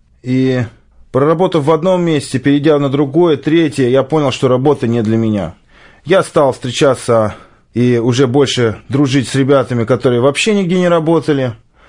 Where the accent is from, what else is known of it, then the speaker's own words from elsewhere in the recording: Moscow, Russia; я из Москвы, а мне 33 года, совершенно недавно исполнилось